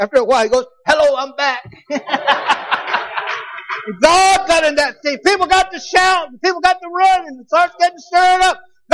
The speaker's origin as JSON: {"language": "English", "region": "Arizona", "country": "United States", "said": "I tell people, I'm from Arizona. Go, oh, it's hot down there. Not where we live. Hey, this winter we had 30 below zero weather for 2 weeks. That's pretty cold in northern Arizona."}